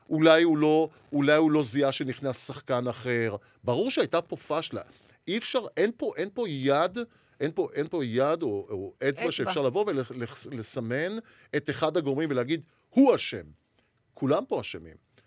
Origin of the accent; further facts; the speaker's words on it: Jerusalem, Jerusalem District, Israel; ואני בכלל ירושלמי